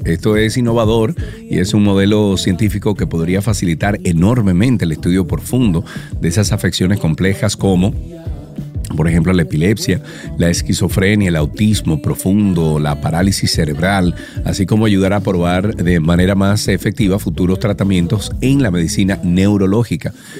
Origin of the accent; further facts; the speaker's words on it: Colombia; yo soy colombiano, sí, correcto, parce.